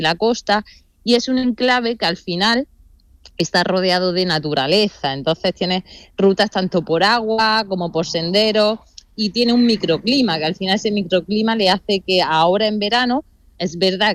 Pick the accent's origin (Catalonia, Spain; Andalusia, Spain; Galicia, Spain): Andalusia, Spain; Dúrcal; yo tengo, también porque vengo del mundo rural, yo soy de un pueblo, soy de Dúrcal, de Granada, del Valle del Lecrín, y mis padres tenían casas rurales.